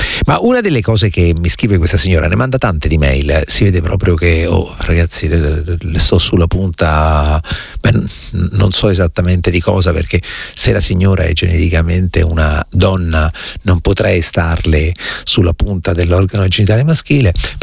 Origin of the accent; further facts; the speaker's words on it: Marche, Italy; now in Rome, Italy; io sono marchigiano, mamma è nata a Roma ma i parenti sono originari di Cremona